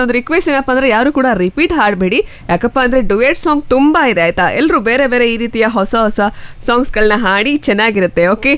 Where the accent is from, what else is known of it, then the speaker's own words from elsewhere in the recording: Karnataka, India; ಮಳೆಯ ಭರವಸೆಯಲ್ಲಿ ನಾವು ಮಲೆನಾಡಿನ ಮಂದಿ ಕಾಯ್ತಾ ಕುಳಿತುಕೊಂಡಿರ್ತೀವಿ ಸರ್.